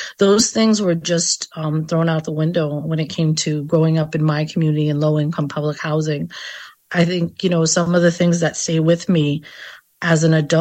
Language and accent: English; Pawtucket, Rhode Island, United States; you know, growing up in Pawtucket in that community, I don't think we met anybody who wasn't impacted by the criminal legal system and incarceration